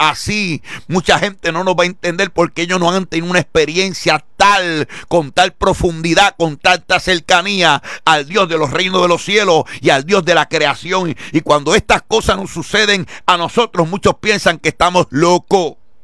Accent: Puerto Rico; mi país, Puerto Rico.

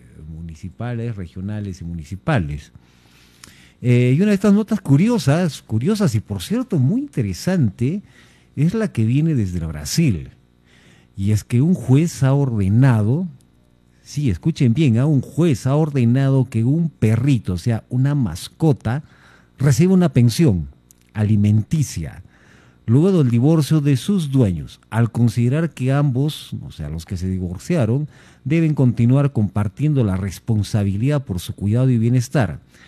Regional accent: Cusco, Peru; conociéndonos como cusqueños

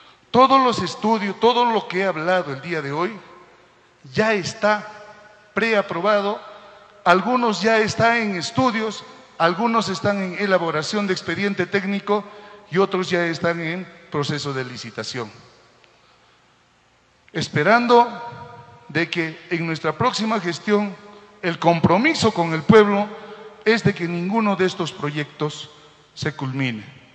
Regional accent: Yunguyo, Puno, Peru

